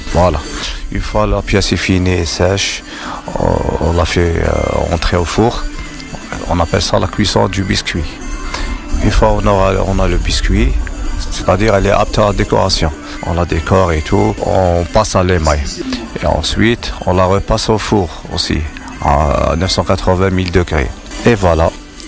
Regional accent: Algiers, Algiers Province, Algeria; je suis d'Alger, je représente l'Algérie.

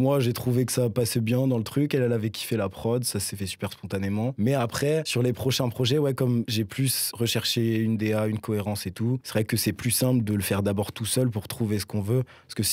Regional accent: Nancy, Grand Est, France; moved away; je viens de Nancy de base

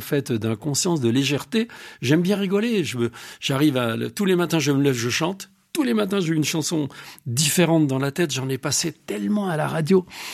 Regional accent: Montmirail, Grand Est, France; moved away; je viens de Montmirail, dans la Marne.

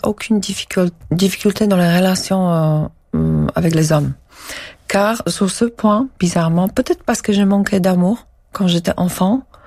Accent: Czechia; French is a second language; now in France; moi je viens de Pays de l'Est.

